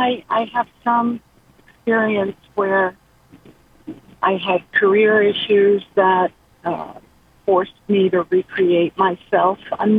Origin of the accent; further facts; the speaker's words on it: New York, United States; We're really from Westchester County, New York, but it's a gorgeous area